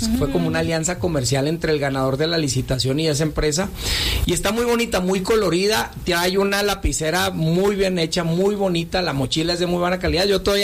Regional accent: Mexico

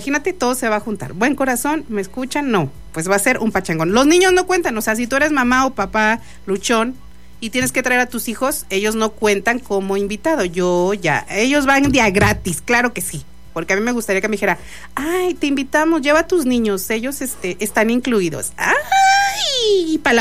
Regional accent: Mexico; Soy mexicano. Es mi bandera.

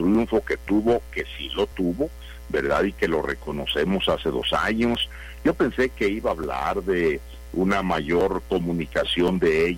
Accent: Mexico

